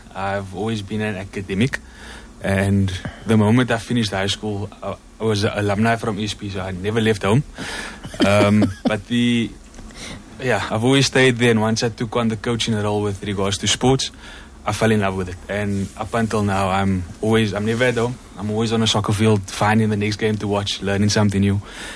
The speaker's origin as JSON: {"language": "English", "town": "Cape Town", "region": "Western Cape", "country": "South Africa", "tie": "born or raised there", "said": "Grew up in Wynberg, a 26-year-old male."}